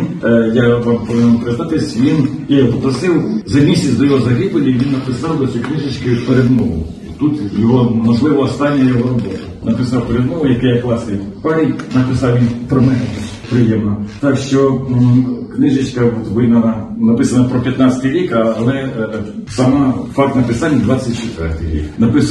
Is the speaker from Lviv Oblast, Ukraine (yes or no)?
no; Kherson Oblast, Ukraine; було 55 років, я офіцер запасу. Я просто не міг сидіти вдома, я сам з Херсонщини